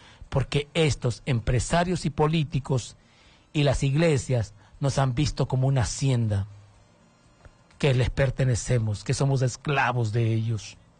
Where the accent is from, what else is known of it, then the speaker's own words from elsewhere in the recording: Honduras; nuestros hermanos hondureños